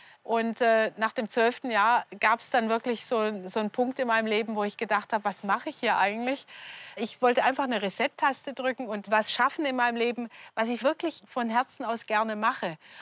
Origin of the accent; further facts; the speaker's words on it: Stuttgart, Baden-Württemberg, Germany; also born or lived in Belfast; Ich bin in Stuttgart geboren und hier aufgewachsen und bin aber mit 19 nach Irland ausgewandert. Und zwar nicht in das schöne grüne Irland, sondern nach Belfast, Nordirland.